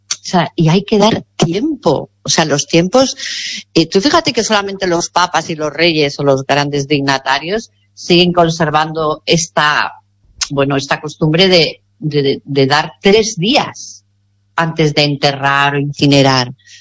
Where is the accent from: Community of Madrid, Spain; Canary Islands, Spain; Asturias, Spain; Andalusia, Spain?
Community of Madrid, Spain; now in Galicia, Spain; Y mira que aquí en Galicia especialmente, yo soy madrileña, pero llevo aquí 16 años